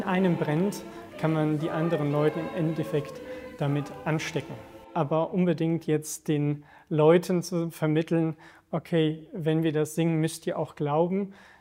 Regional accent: Hagen, North Rhine-Westphalia, Germany; moved away as an adult; also born or lived in Herdecke; now in Wuppertal, Germany; Ich bin geboren in Herdecke und bin groß geworden in Hagen in Westfalen und schließlich für mein Studium nach Wuppertal gezogen.

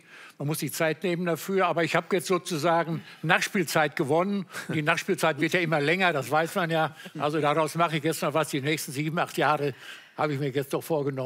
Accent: North Rhine-Westphalia, Germany; Ich komme aus dem Sauerland

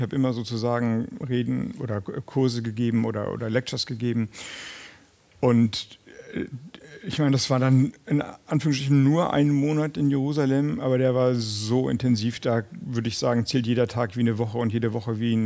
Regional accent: Germany; ich bin Deutscher und da machen wir richtige Universität

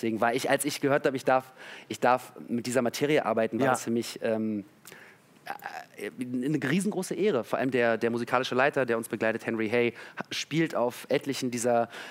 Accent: Berlin, Germany; Meine Eltern kommen aus der Sowjetunion und ich bin in Berlin aufgewachsen

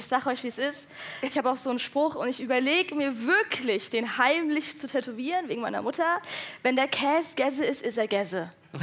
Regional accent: Hesse, Germany; accent: Hessian; wie ich damals für meinen hessischen Dialekt so schon hardcore rassistisch im Netz beleidigt wurde

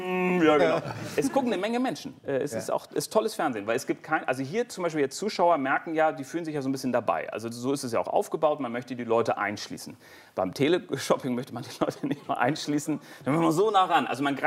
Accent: North Rhine-Westphalia, Germany; Und ich habe ja einen Großteil meiner Kindheit auf dem Bauernhof in Westfalen verbracht, wo meine Mutter herkommt.

